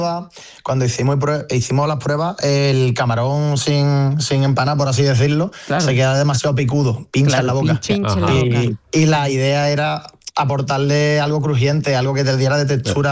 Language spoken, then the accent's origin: Spanish; Andalusia, Spain; born there; me apetecía montar algo en mi pueblo.